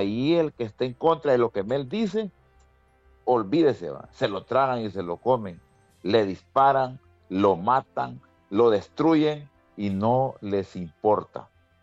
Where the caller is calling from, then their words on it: Honduras; Y yo le voy a decir una cosa es que yo esté molesto como hondureño con algunas actitudes del gobierno